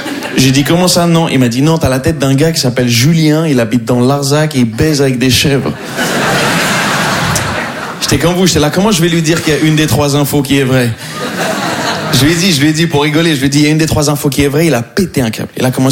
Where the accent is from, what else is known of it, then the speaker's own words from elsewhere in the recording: Morocco; Non. Je suis marocain.